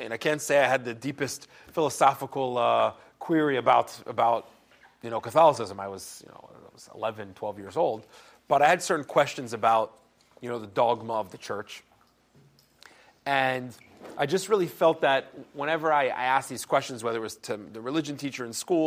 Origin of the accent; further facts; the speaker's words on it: York, Pennsylvania, United States; I'm from Pennsylvania. I'm from a small city in Pennsylvania called York. And York, PA, is a fairly non-Jewish area.